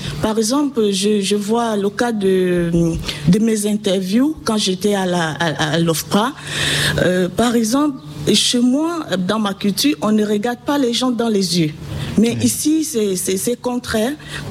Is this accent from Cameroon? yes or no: yes; Anglophone Cameroon, Cameroon; now in France